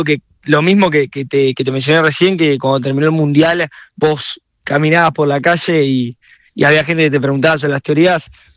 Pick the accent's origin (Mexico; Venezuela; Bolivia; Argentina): Argentina; el argentino, y esto lo digo yo, siendo argentino, palabra autorizada